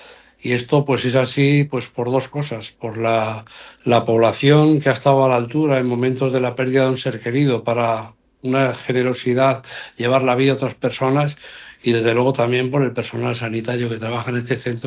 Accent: Spain; somos todos los españoles.

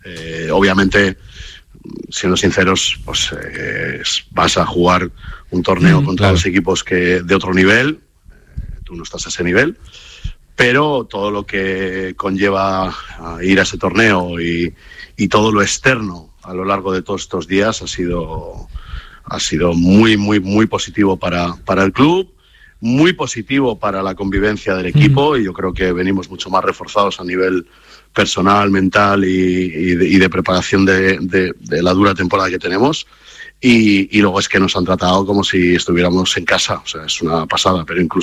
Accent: San Sebastián, Basque Country, Spain; yo soy de San Sebastián, ya lo sabéis, allí no había un primer equipo de Primera División

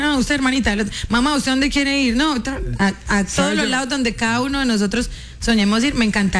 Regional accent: Colombia; moved away; Eso sí me lo compraría en mi país, obviamente, en Colombia.

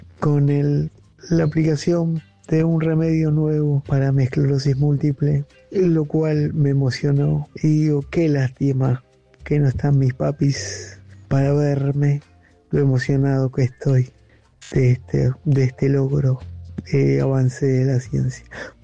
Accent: La Plata, Buenos Aires Province, Argentina; un beso grande … de La Plata.

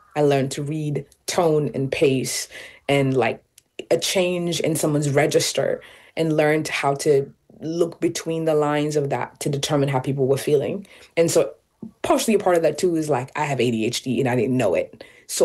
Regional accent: Cairo, Cairo Governorate, Egypt; first language Arabic; English is a second language; also born or lived in Khartoum, Sudan; Well, Arabic is my first language. And I grew up, I was born in Sudan, Khartoum, and I moved. My mother left and fled when I was about 4 years old and moved to Cairo.

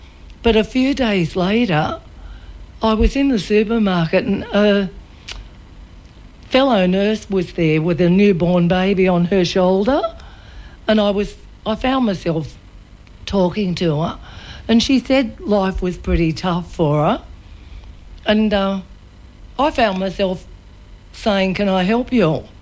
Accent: Goulburn, New South Wales, Australia; I grew up in Goulburn in a family of five kids. Not a terribly religious family, but attended Sunday school a lot, went to church a lot.

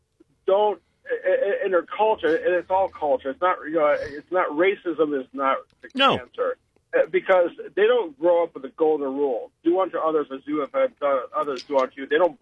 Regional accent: Minnesota, United States; I grew up in Minnesota, so I know these things.

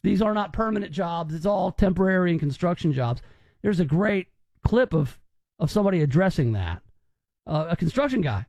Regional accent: Memphis, Tennessee, United States; You know, I mean, at some point, we come from Memphis, yes?

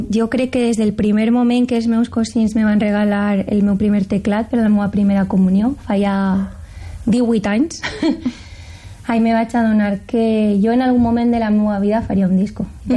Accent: Paiporta, Valencian Community, Spain; esteu tots i totes convidats a un festival que faran en el meu poble, en Paiporta, sobre la Dana, per a recaudar fondos, i ahí estaré cantant les meues cançons.

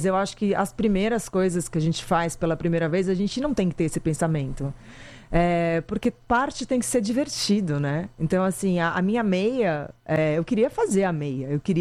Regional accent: Santos, São Paulo, Brazil; moved away as an adult; now in São Paulo, Brazil

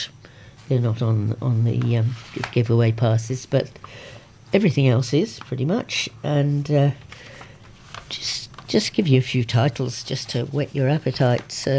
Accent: England, United Kingdom; in England, my dad and I were at a library every weekend.

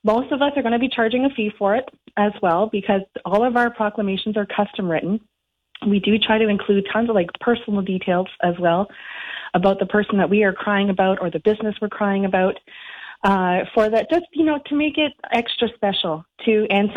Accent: Collingwood, Ontario, Canada; moved away as an adult; also born or lived in Ottawa, Canada; now in Hanover, Canada; Collingwood, Ontario, my hometown.

